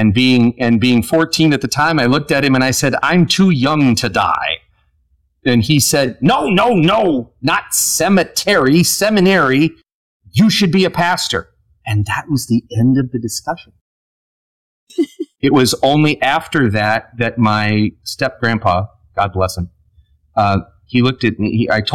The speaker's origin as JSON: {"language": "English", "town": "Edwardsville", "region": "Illinois", "country": "United States", "tie": "born or raised there", "moved": "as an adult", "said": "Edwardsville was the best. I loved growing up there. I don't recognize it anymore, because when I left in 88, it was like 12.5, and now it's like 40,000."}